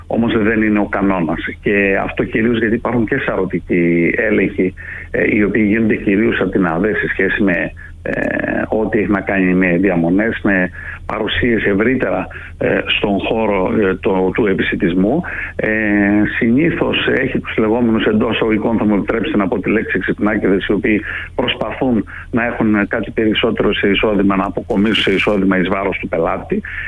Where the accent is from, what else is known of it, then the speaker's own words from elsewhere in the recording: Greece; η χώρα μας